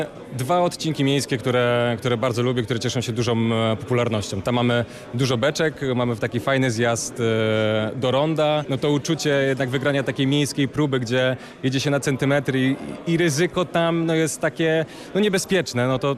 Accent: Gliwice, Silesian Voivodeship, Poland; Jestem z Gliwic, także no tutaj mam rzut beretem. Znam te trasy.

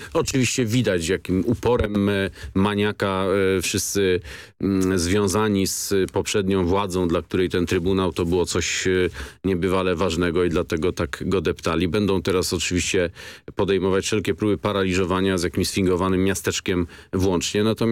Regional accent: Greater Poland Voivodeship, Poland; Jestem Wielkopolaninem.

